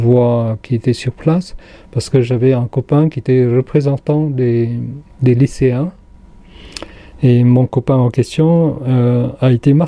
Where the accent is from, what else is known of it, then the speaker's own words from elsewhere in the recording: Cambodia; now in France; j'ai quitté le Cambodge comme sur quelque chose que je ne maîtrisais pas du tout. Et même en arrivant en France au bout de 3 ans, j'ai fait des cauchemars presque tous les soirs